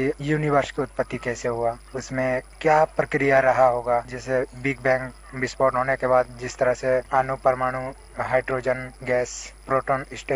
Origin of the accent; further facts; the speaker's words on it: Chaibasa, Jharkhand, India; मैं पश्चिम सिंहभूम चाईबासा से हूँ।